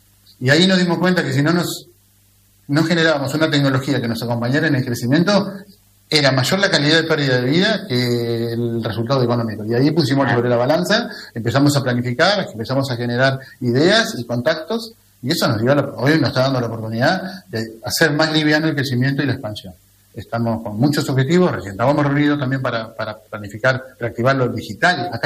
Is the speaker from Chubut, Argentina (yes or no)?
no; Bolívar, Buenos Aires Province, Argentina; Hoy soy de Bolívar, nacido en Bolívar y me encanta Bolívar.